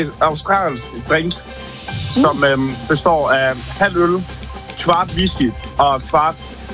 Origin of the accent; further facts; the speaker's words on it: Ølgod, Region of Southern Denmark, Denmark; Jeg er fra Ølgod, cirka.